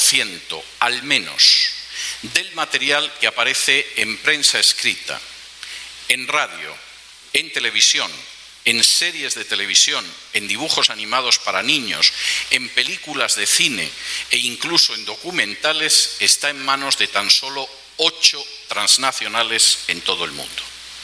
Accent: Spain; ¿Qué ha significado, por ejemplo, en mi país de origen, en España, el que se aprobara esa ley de salud sexual y reproductiva?

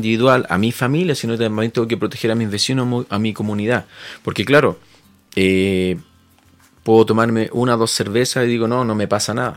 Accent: Chile; para nosotros como todo chileno

